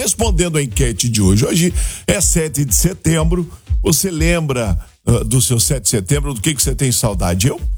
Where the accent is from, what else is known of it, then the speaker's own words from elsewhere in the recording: Brazil; moved away; also born or lived in Rio Grande do Sul; Caruinhas, que é a minha cidade natal